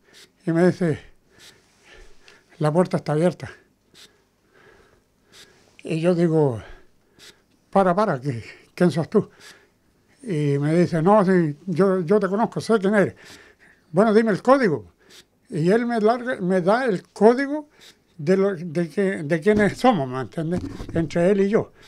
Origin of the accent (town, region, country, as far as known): Chile; moved away as an adult; now in Australia